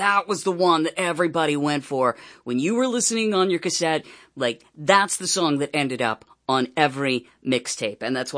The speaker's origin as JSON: {"language": "English", "town": "Atlanta", "region": "Georgia", "country": "United States", "tie": "born or raised there", "said": "That right there was Atlanta royalty. And I was growing up in Atlanta at the time."}